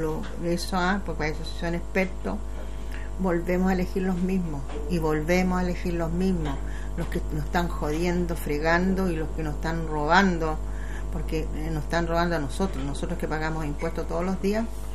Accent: Chile

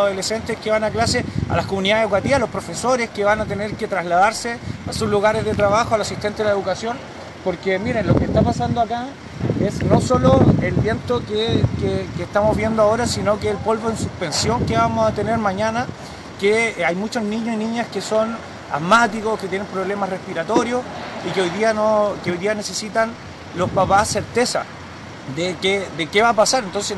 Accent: Arica, Arica y Parinacota, Chile; las Tacoras, yo vengo de las Tacoras también, fuimos para allá porque teníamos que ver cómo están los barrios que donde yo vivía, que es la Tacora 7, sí.

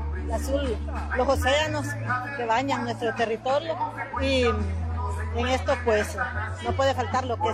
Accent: Honduras; nuestra identidad como hondureños, ¿verdad? Eso es, representamos Honduras y pues aquí estamos.

